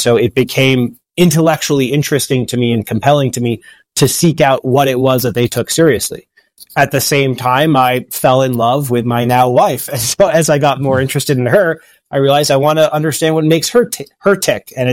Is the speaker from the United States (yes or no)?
yes; Massachusetts, United States; I grew up in Massachusetts in a culture and a family that had lost touch with faith or any kind of church.